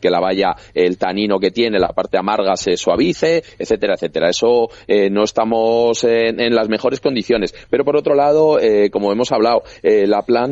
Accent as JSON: {"language": "Spanish", "town": "Aranda de Duero", "region": "Castile and León", "country": "Spain", "said": "sabéis, bueno, que somos de Aranda de Duero, ¿no?"}